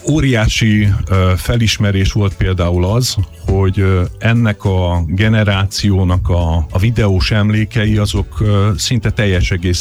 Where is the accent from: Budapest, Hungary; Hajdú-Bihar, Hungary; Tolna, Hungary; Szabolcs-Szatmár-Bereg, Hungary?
Budapest, Hungary; Én egy csepeli átlagos családból származom